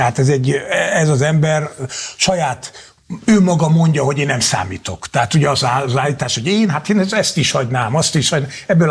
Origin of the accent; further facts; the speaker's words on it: Hungary; én, mint magyar választópolgár, mint magyar ember